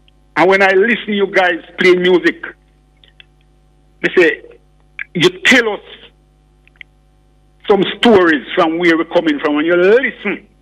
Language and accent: English; Jamaica; However, I love my Jamaican heritage.